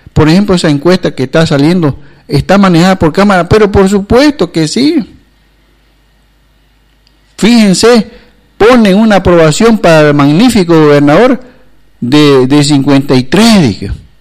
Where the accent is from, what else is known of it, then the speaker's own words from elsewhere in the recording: Bolivia; Si somos todos bolivianos.